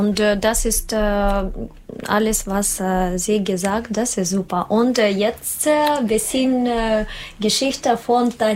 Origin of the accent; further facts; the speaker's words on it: Minsk, Minsk Region, Belarus; German is a second language; now in Magdeburg, Germany; ich komme aus Minsk, aus Weißrussland.